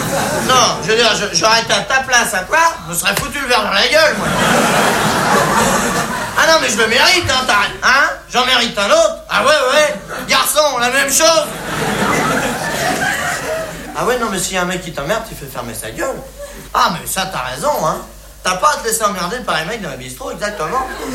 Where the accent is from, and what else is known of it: France